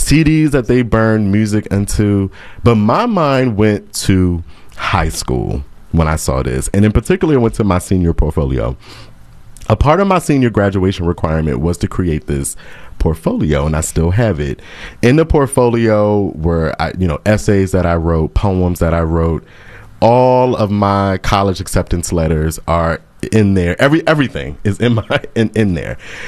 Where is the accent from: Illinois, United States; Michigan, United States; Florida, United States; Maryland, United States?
Maryland, United States; Waldorf; I grew up in Waldorf, Maryland.